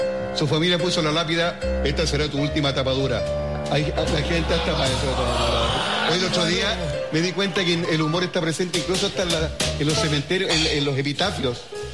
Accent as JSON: {"language": "Spanish", "region": "Valparaíso", "country": "Chile", "tie": "born there", "moved": "yes", "lives_now": "Santiago, Chile", "said": "yo nací en Valparaíso."}